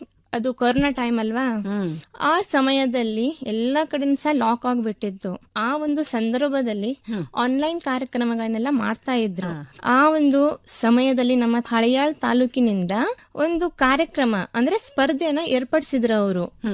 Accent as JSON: {"language": "Kannada", "region": "Karnataka", "country": "India", "tie": "born or raised there", "also_born_or_lived": "Samrani / Gundoli", "said": "ಅದು ಹಳಿಯಾಳ ತಾಲೂಕಿನಲ್ಲಿ, ಅದು ಹಳಿಯಾಳ ತಾಲೂಕಿನ ಒಂದು ಸಣ್ಣ ಗ್ರಾಮ ನಿಲ್ವಾನಿ ಅಂತ ಹೇಳಿ. ಆ ಒಂದು ಗ್ರಾಮದಲ್ಲಿ ನಾನು ಹುಟ್ಟಿದವಳು."}